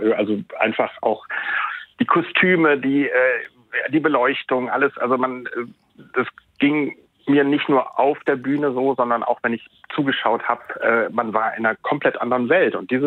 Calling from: Cologne, North Rhine-Westphalia, Germany; ich rufe als Kölner natürlich mit einem lachenden und einem weinenden Auge

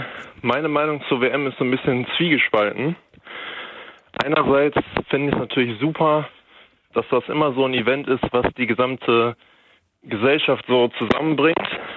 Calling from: Germany; als Deutsche

